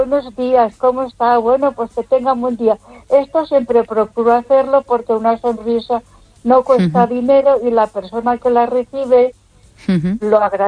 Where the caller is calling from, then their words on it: Ponferrada, Castile and León, Spain; de Ponferrada.